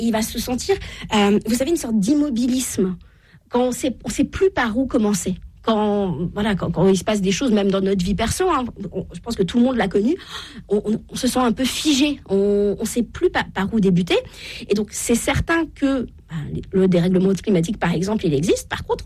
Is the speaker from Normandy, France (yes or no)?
yes; Normandy, France; Je viens de la Normandie.